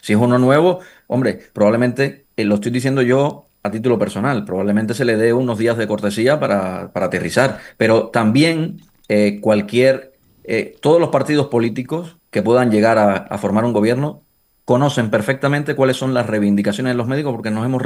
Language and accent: Spanish; Canary Islands, Spain; Yo soy de Gran Canaria